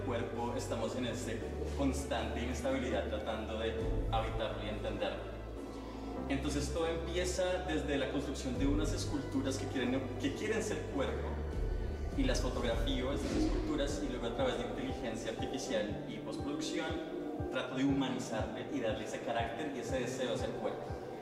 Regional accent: Bogotá, Bogotá Capital District, Colombia; soy de Bogotá, Colombia.

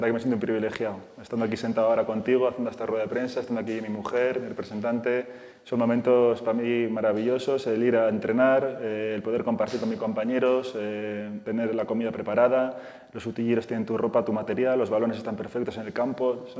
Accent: Bilbao, Basque Country, Spain; moved away; yo soy de Bilbao

